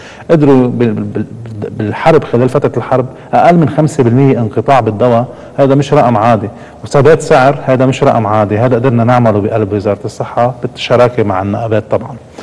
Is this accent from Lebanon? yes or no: yes; Lebanon; اليوم عندنا بلبنان المريض بيروح عند الحكيم،